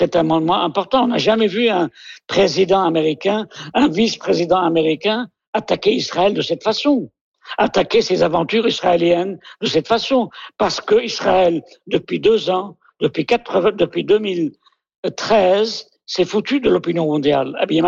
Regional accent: Moukhtara, Mount Lebanon, Lebanon; Mourtar, mon village natal

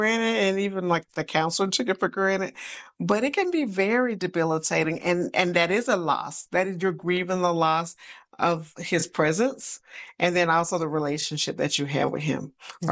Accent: New Orleans, Louisiana, United States; moved away; that's why New Orleans is my baby. Like, I'm always going to put NOLA first, you know, because that's my hometown.

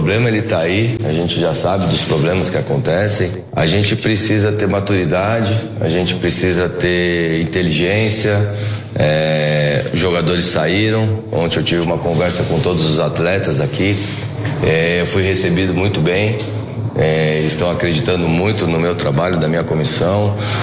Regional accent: São Paulo, Brazil; Cara, eu sou aqui de São Paulo, né?

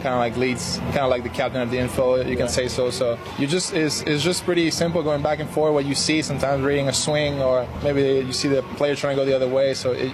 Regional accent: Canada; first language Spanish; English is a second language; My parents are from Venezuela, so at my home we speak Spanish, and then since I was born in Canada, at school, I would learn, it was French, and then English was the last one.

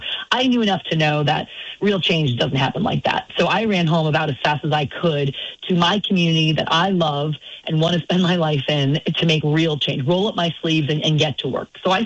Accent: Newbury, Vermont, United States; I grew up in Newberry, Vermont, small town, you know, on a dirt road, because my parents thought Vermont was the best place in the world to raise a family.

